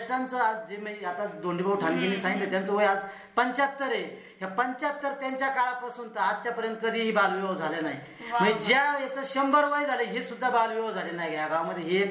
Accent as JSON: {"language": "Marathi", "town": "Karandi", "region": "Maharashtra", "country": "India", "said": "आमच्या करंदी ग्रामस्थांना"}